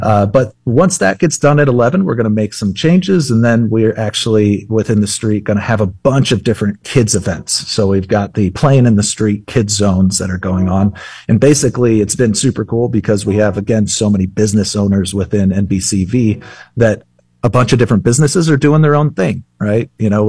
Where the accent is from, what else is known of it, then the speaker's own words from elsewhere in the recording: Cedar Rapids, Iowa, United States; also born or lived in Denver; I grew up here in Cedar Rapids on the north side of town.